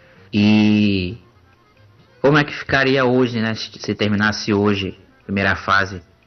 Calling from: Macaé, Rio de Janeiro, Brazil; direto de Macaé, Rio de Janeiro.

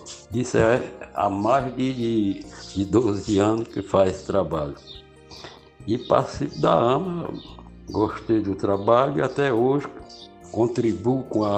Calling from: Gravatá, Pernambuco, Brazil; sou de Gravatá, Pernambuco

